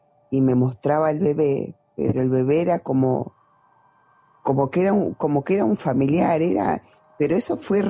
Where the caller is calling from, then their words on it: Río Negro, Argentina; soy de Río Negro.